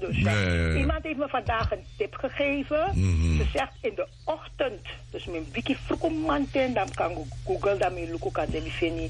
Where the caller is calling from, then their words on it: Roosendaal, North Brabant, Netherlands; met Roosendaal.